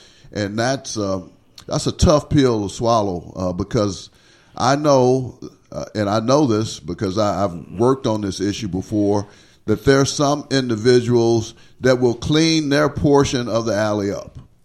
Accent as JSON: {"language": "English", "town": "Riceville", "region": "Arkansas", "country": "United States", "tie": "born or raised there", "lives_now": "Little Rock, United States", "said": "I'm from Riceville, and when I was young, the Economic Opportunity Agency, EOA, had a summer youth program that employed youth like me when I was 14, 15 years old"}